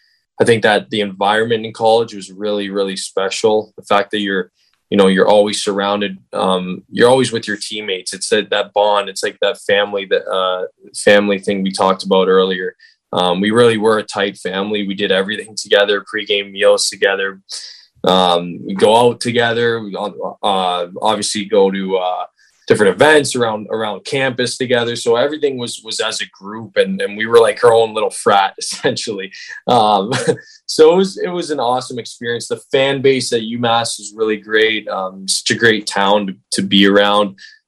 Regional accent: Toronto, Ontario, Canada; My favorite team was the Leafs. Obviously, I was being from Toronto. It's kind of hard not to be a Leafs fan if you're from there

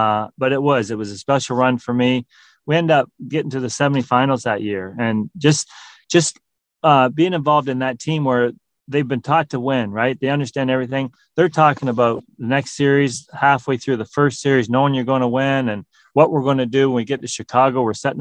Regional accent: Canada; as a Canadian boy, you got to play somewhere in Canada.

